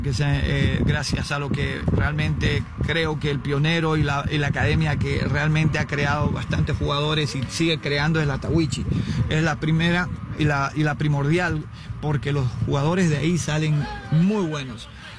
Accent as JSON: {"language": "Spanish", "region": "Santa Cruz", "country": "Bolivia", "said": "Yo soy de Santa Cruz, Bolivia."}